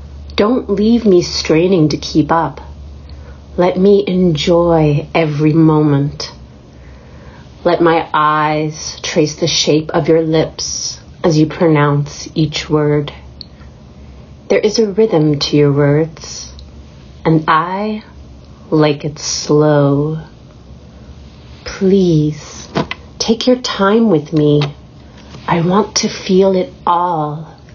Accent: Regina, Saskatchewan, Canada; I'm from Regina.

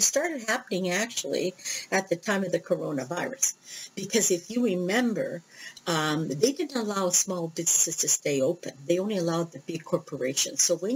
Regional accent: Canada; as a Canadian or as a North American.

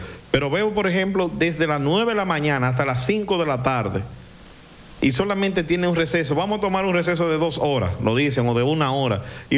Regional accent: Dominican Republic

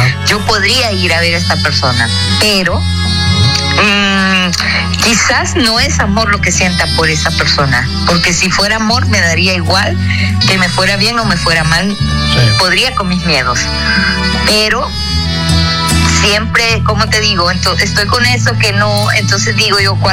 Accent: Honduras; moved away; Yo me vine de Honduras, me vine hace 17 años con una maleta, tenía mi vida hecha allá

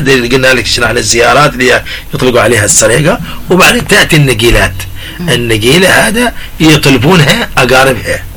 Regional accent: Mukalla, Hadhramaut, Yemen; لكن عندنا في المكلا ماشي

